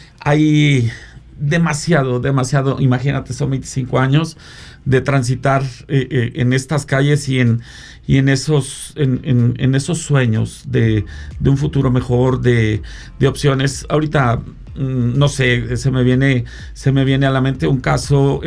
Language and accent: Spanish; Mexico